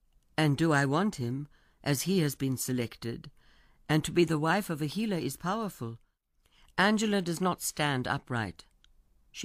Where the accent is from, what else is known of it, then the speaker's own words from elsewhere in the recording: Western Region, Uganda; moved away; He came with me when I came down here from Uganda. I lived near to the Congo border, near the Semliki River.